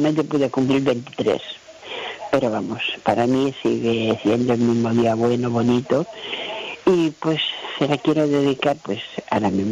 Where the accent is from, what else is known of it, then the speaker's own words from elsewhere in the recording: Palma, Balearic Islands, Spain; Hola, Manu. Buenas noches. … de Palma.